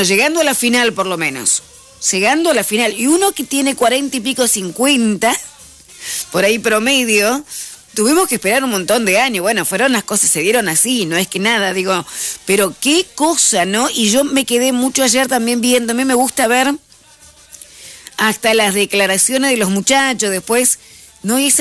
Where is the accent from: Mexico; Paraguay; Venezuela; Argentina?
Argentina; todos somos argentinos.